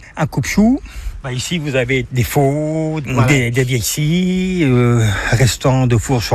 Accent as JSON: {"language": "French", "region": "Centre-Val de Loire", "country": "France", "said": "Ça a été un rêve d'enfant. Je suis du Loir-et-Cher. Et en fait, tout petit, je ne savais dessiner que des chalets."}